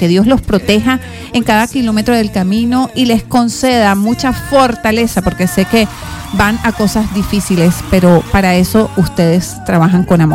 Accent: Venezuela; los que somos venezolanos

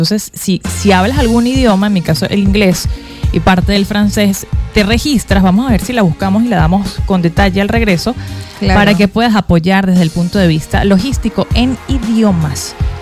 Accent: Venezuela; nosotros somos venezolanos y aunque estamos aquí en el Táchira

